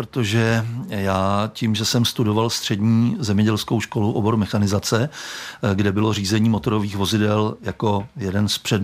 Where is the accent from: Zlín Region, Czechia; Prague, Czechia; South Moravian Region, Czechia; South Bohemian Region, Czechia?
South Bohemian Region, Czechia; Lišov; also born or lived in České Budějovice; Narodil jsem se v Českých Budějovicích. Vyrůstal jsem na vesničce nedaleko od Českých Budějovic. V Českých Budějovicích jsem potom i studoval.